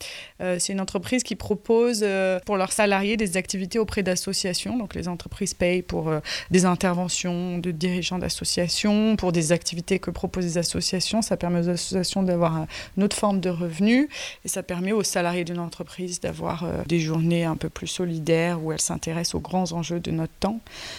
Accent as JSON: {"language": "French", "region": "Provence-Alpes-Côte d'Azur", "country": "France", "tie": "born or raised there", "also_born_or_lived": "London", "said": "Alors moi, je suis originaire des Alpes-de-Haute-Provence, sur les terres de Jean Genot."}